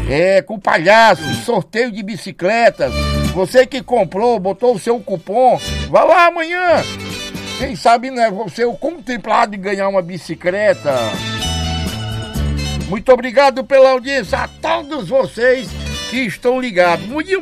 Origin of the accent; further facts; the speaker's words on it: Mojuí dos Campos, Pará, Brazil; moved away; also born or lived in Alter do Chão; Eu falo direto aqui da minha origem, né? Lá de Santarém, lá de Mujuí dos Campos, Morada Nova. Foi ali por onde eu me criei, dona Maria. Morei muito tempo ali também no Hotel do Chão.